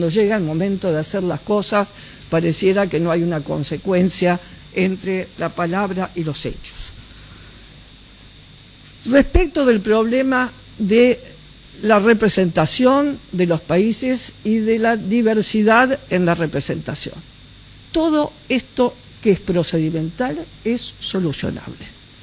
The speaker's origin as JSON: {"language": "Spanish", "country": "Argentina", "said": "en mi país, en la República Argentina"}